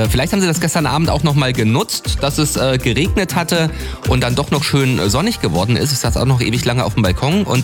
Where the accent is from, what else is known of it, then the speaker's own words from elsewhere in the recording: Thuringia, Germany; ich komme selber aus dem Thüringer Wald.